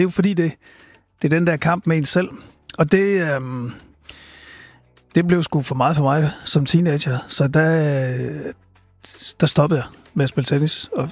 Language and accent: Danish; Silkeborg, Central Denmark Region, Denmark; also born or lived in Aarhus; Jeg er født i Aarhus, og så flyttede mine forældre til Silkeborg, da jeg var et.